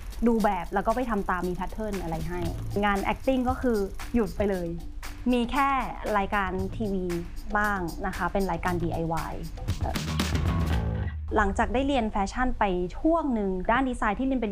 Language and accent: Thai; Chiang Mai, Thailand; นี้ในเชียงใหม่ก็จะเป็นย่านวัดเกตนะคะก็เกิดและโตมาที่นี